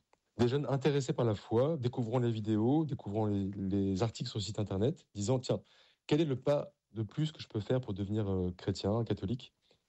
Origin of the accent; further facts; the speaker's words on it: Paris, Île-de-France, France; Alors moi, je viens d'une famille du Sud-Ouest, et même si j'ai grandi à Paris